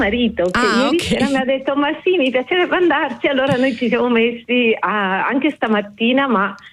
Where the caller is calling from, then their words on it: Koper, Slovenia; Da Capodistria, sì, siamo a casa con i bambini